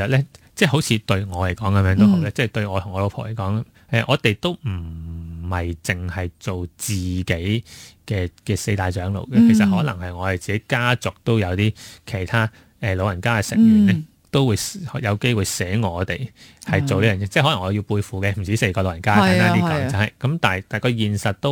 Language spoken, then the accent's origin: Cantonese; Hong Kong; 我哋香港人